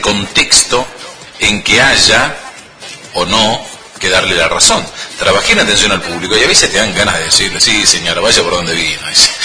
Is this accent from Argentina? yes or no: yes; Malargüe, Mendoza, Argentina; Saludos a mi familia de San Rafael, soy de Malargue.